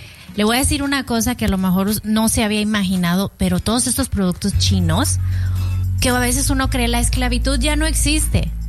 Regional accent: Mexico

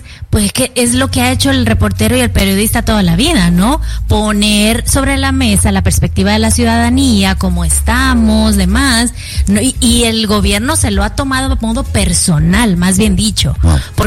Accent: Mexico; Lo digo como mexicana

